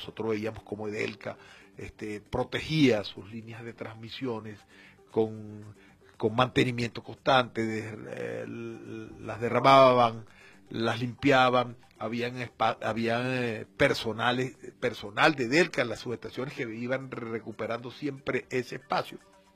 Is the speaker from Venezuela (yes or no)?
yes; Guayana, Venezuela; Yo que me crié en Guayana, yo puedo hablar con conocimiento de causa.